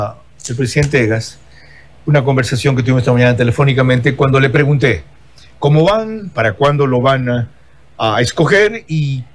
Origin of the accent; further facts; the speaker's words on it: Bahía de Caráquez, Manabí, Ecuador; born there; en Bahía de Caracas, mi tierra